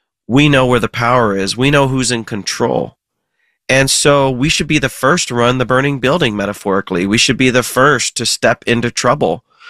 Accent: Ohio, United States; born or raised there

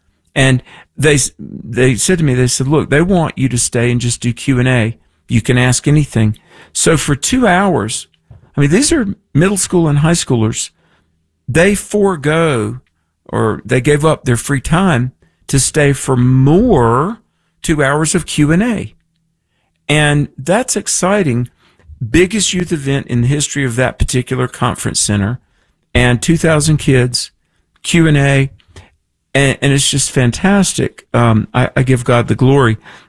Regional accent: North Carolina, United States; In my home state of North Carolina, down on the coast

